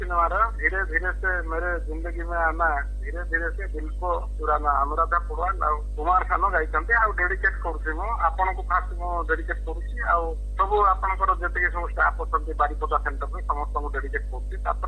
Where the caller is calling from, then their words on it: Jeypore, Odisha, India; ଜୟପୁରରୁ କହୁଥିଲି।